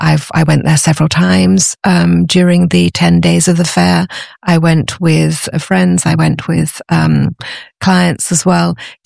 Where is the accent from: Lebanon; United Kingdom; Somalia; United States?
United Kingdom; now in France; I'm British originally, and I sometimes antique in hunt in England, but it's a very different style.